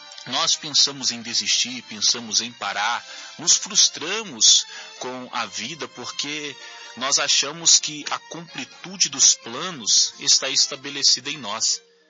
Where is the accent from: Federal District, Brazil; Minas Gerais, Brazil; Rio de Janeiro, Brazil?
Minas Gerais, Brazil; now in São Paulo, Brazil; Quem é do interior conhece bem, eu sou de Minas Gerais.